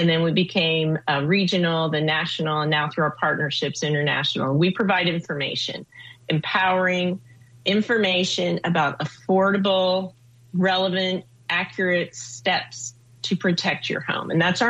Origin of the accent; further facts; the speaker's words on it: East Coast, United States; Well, I grew up on the East Coast dodging hurricanes and remembering all that.